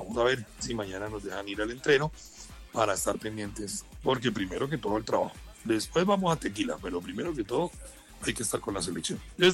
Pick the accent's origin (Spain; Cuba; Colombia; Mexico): Colombia